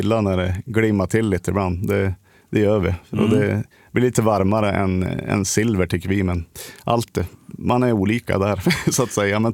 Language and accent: Swedish; Västernorrland County, Sweden; jag är ju uppväxt alldeles vid Ångermanälven, bara några hundra meter ifrån